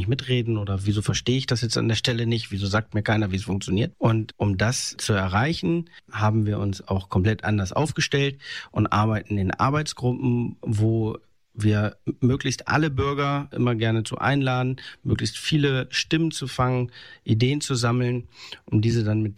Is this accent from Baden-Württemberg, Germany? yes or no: no; Lower Saxony, Germany; moved away as an adult; now in Ellierode near Bad Gandersheim, Germany; Ich komme ursprünglich aus Lödingsen bei Adelipsen und wohne jetzt in Elgerode bei